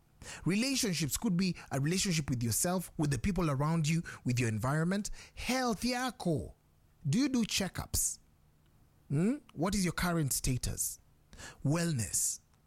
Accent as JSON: {"language": "English", "country": "Kenya"}